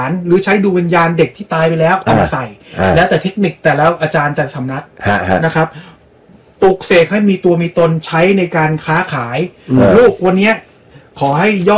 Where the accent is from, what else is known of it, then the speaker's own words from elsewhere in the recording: Suphan Buri, Thailand; ผมเป็นคนสุพรรณ